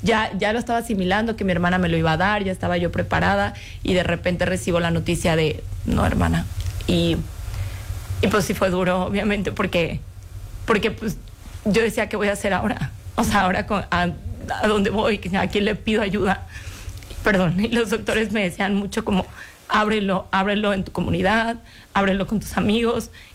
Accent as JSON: {"language": "Spanish", "town": "Guadalajara", "region": "Jalisco", "country": "Mexico", "lives_now": "Mexico City, Mexico", "said": "Aparte, yo vivo aquí sola en la Ciudad de México, yo soy de Guadalajara."}